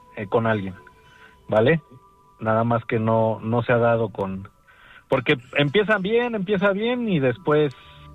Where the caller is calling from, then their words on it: Tlalnepantla, State of Mexico, Mexico; de Tlanepantla.